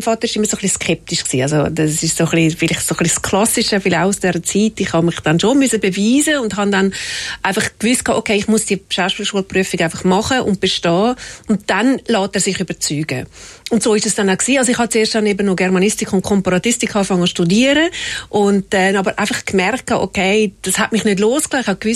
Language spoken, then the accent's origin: German; Horgen, Zurich, Switzerland; Ich bin in Horgen aufgewachsen.